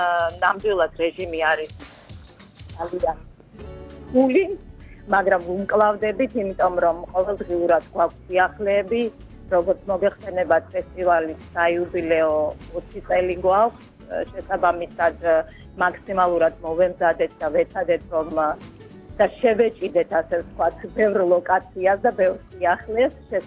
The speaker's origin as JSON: {"language": "Georgian", "region": "Guria", "country": "Georgia", "said": "მე გურული ვარ."}